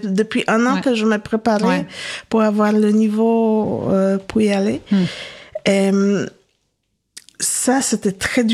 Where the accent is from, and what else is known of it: Poland; born or raised there; first language Polish; French is a second language; moved away as an adult; now in France